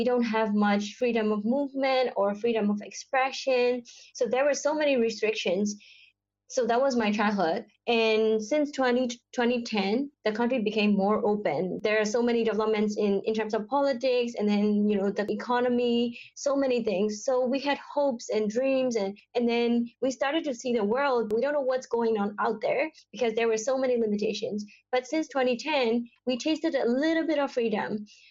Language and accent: English; Myanmar; English is a second language; I am from Myanmar.